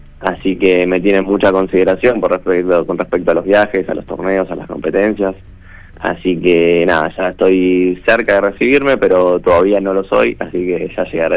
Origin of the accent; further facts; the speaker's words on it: Rosario, Santa Fe, Argentina; Yo soy rosarino